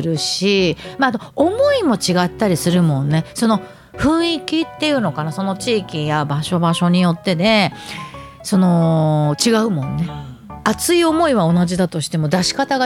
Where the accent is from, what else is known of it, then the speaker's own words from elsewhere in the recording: San'in, Japan; ずっと住んどる私たちっていうのはなんかこれが当たり前の世界だから